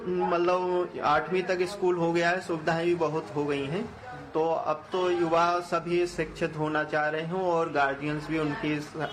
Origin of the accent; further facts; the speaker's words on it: Madhya Pradesh, India; born there